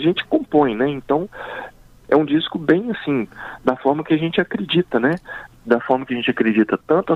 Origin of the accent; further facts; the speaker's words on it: Belo Horizonte, Minas Gerais, Brazil; Nós somos de Belo Horizonte, como eu falei, somos de Minas Gerais, né?